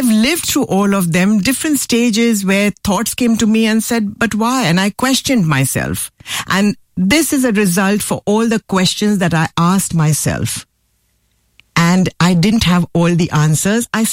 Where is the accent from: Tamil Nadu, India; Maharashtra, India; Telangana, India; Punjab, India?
Maharashtra, India; Mumbai; moved away as an adult; also born or lived in Delhi / America; now in Mauritius; I was born in Delhi, brought up in Bombay, and I studied in Bombay, but then I went overseas to America to do art school.